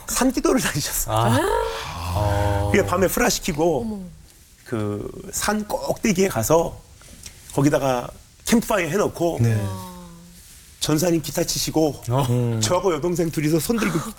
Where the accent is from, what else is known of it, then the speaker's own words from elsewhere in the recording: Japan; 제가 이제 일본에서 자랐잖아요.